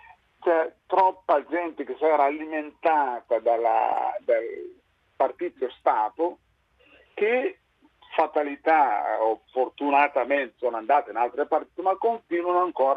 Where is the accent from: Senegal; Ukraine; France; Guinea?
Guinea; questo a un certo punto mi ha portato ad essere persona non grata nel mio paese, sì, in Guinea, diciamo, quindi sono quasi una apolide